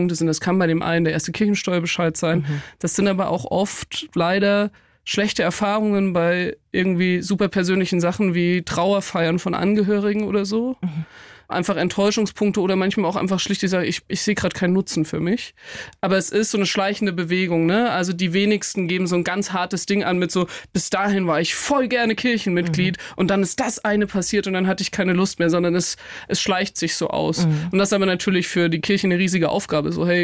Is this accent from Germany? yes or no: yes; Nittenau, Bavaria, Germany; Ich meine, ich bin in Nittenau aufgewachsen, das ist wirklich mitten im Bayerischen Wald, also in der Oberpfalz.